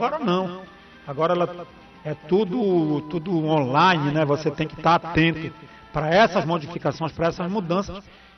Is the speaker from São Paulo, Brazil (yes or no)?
no; Abaetetuba, Pará, Brazil; eu sou lá de Abaetetuba, meus amigos são de lá